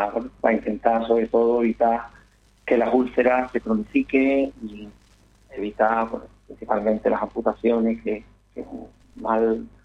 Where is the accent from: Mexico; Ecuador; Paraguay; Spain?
Spain; Seville, Andalusia; vengo en este caso de Sevilla y, bueno, he hecho un esfuerzo importante por poder estar aquí